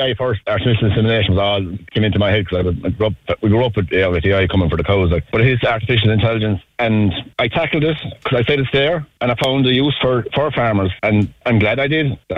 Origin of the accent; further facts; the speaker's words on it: Munster, Ireland; Hi, I'm I'm a farmer from Tipperary, and I work full time as well.